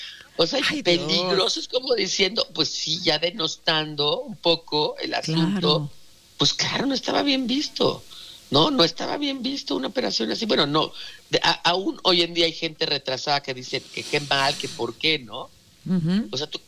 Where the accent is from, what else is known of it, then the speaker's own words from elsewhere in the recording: Mexico; cómo somos los mexicanos